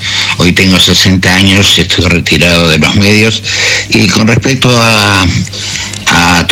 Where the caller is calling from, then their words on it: Mar del Plata, Buenos Aires Province, Argentina; soy de Mar del Plata